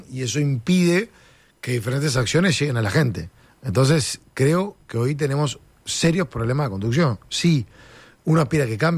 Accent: Uruguay

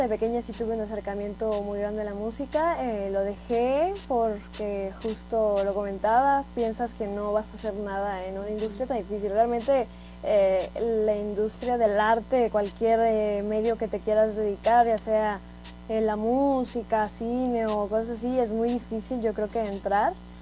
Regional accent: Toluca, State of Mexico, Mexico; allá de donde soy, de Toluca

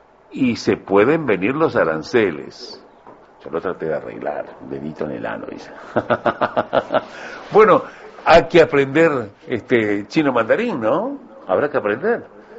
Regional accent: Uruguay; como uruguayos que somos.

